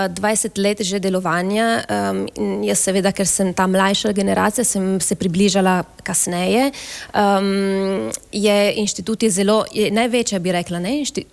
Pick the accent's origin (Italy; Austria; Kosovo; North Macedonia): Italy; Friuli-Venezia Giulia; sem seveda iz Benečije